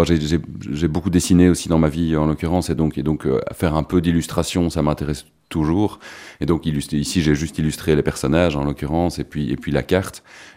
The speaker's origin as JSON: {"language": "French", "country": "Belgium", "said": "je suis belge, mes inspirations sont belges"}